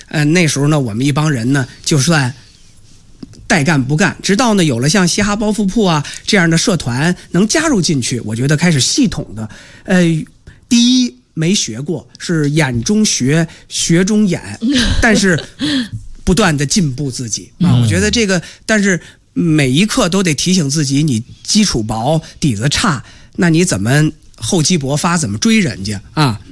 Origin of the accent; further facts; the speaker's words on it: Beijing, China; 我们家呢是在北京的郊区房山，就那个时候我是86年出生的，那么我能记事啊，包括我五六岁啊或者六七岁能上学的时候也都是在房山。